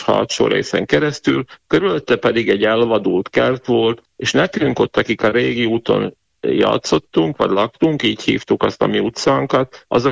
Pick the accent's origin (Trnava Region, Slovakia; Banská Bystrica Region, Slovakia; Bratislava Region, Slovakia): Banská Bystrica Region, Slovakia; Bátka; Én Batkalban nevelkedtem, ez egy viszonylag kis falucska Gömörben, pontosabban a Balog völgyében, egy 6-700 lakosú falu tulajdonképpen a 20. század egész időszakában a Rimaszombata és Tornaja közötti országút mentén.